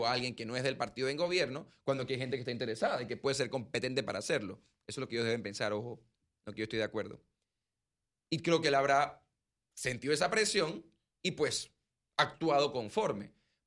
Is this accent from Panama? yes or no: yes; Panama